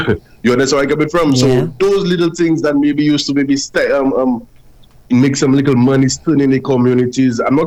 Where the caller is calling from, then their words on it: Castries, St. Lucia; I'm from Central Castries